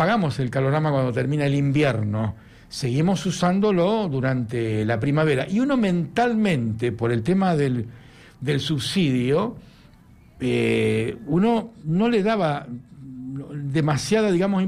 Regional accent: Buenos Aires Province, Argentina; moved away; zona del sudoeste de la provincia de Buenos Aires, de donde yo soy oriundo, que efectivamente los inviernos son tan fríos como acá

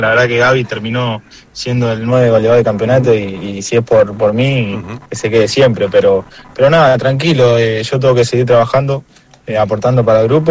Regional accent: Avellaneda, Buenos Aires Province, Argentina; Yo soy de acá, de Avellaneda

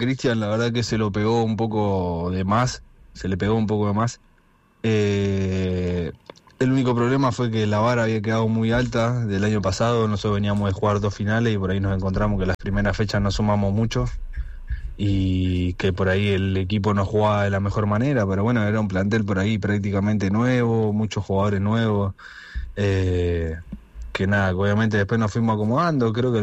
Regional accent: Tigre, Buenos Aires Province, Argentina; De Tigre, Buenos Aires, zona norte

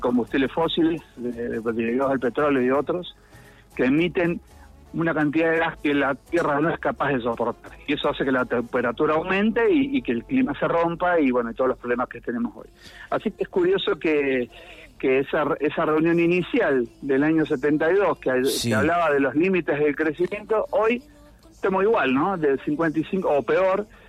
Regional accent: Mendoza, Argentina; como mendocino, como aldearense

